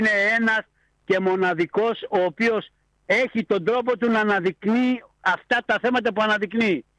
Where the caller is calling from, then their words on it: Samos, North Aegean, Greece; το ότι είμαστε Έλληνες, το ότι είμαστε Σαμιώτες